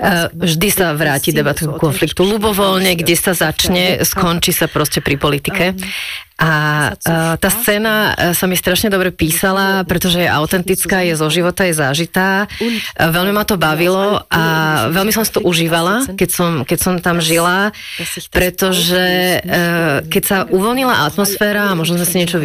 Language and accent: Slovak; Germany; aj ja som nakúpila ako Nemka